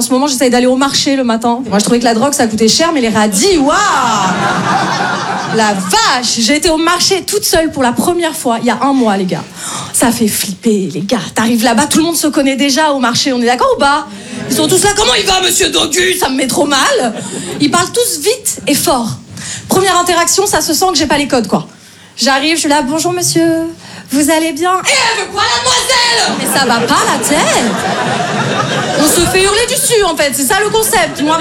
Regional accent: Paris, Île-de-France, France; Je me présente … moi je viens de Paris

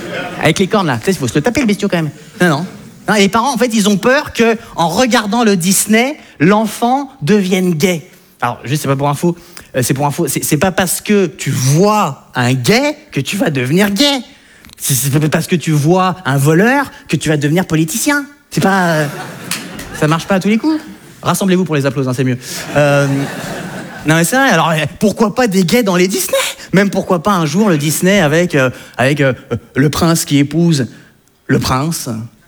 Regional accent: France; alors donc je me présente, donc … Bon, moi ce qui est un petit peu de rigolo chez moi, c'est qu'en fait je suis français, mais j'ai des origines hollandaises, belges, françaises, mongoles, chinoises, turques et suédoises.

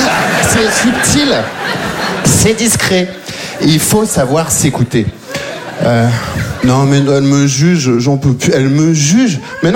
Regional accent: Belgium; Je viens de Belgique, je suis arrivé en Belgique quand j'avais 3 ans, j'ai vécu toute ma vie là-bas

